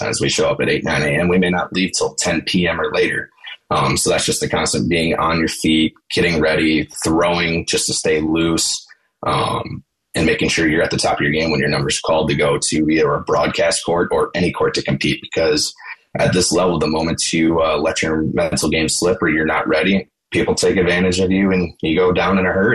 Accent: Wisconsin, United States; I am from Wisconsin here myself.

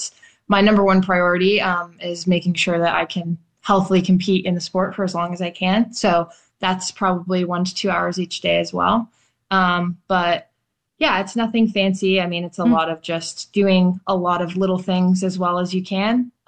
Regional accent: Whitewater, Wisconsin, United States; So there are two community tennis courts in my hometown of Whitewater, Wisconsin

